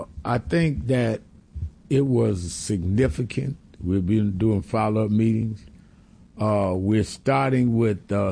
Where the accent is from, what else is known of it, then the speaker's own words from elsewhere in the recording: Brooklyn, New York, United States; Well, I was born and raised in Brooklyn. I'll be preaching in Brooklyn this Sunday, I believe. Yeah, I'm going home.